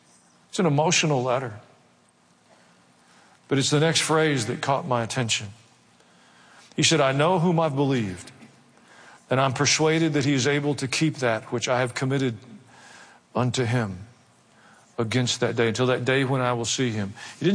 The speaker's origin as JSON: {"language": "English", "region": "Tennessee", "country": "United States", "tie": "born or raised there", "said": "I grew up in Tennessee."}